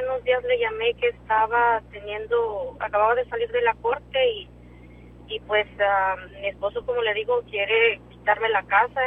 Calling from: Edinburg, Texas, United States; hablo de aquí de Edimburgo.

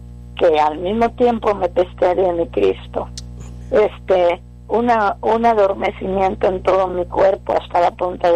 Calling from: Mission, Texas, United States; De aquí, de Misión.

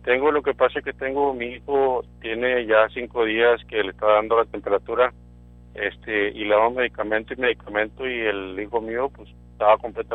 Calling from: Montemorelos, Nuevo León, Mexico; Soy de Montemorelos

